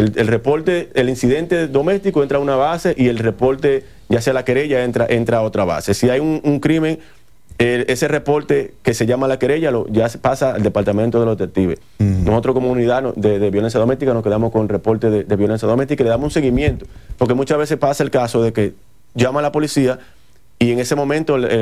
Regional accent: Dominican Republic; yo soy, sí, dominicano

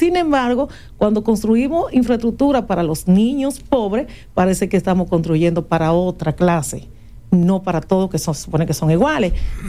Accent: Santiago, Dominican Republic; born there; now in Santiago de los Caballeros, Dominican Republic; En el caso de Juncalito, que es mi distrito donde nací, de donde vengo, pero hago vida en los barrios de Santiago

